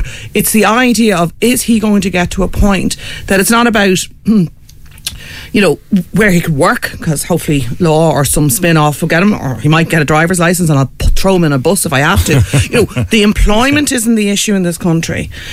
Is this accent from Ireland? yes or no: yes; Ireland; I grew up in Arbor Park, which would have been built in the late 60s, early 70s, and that's private.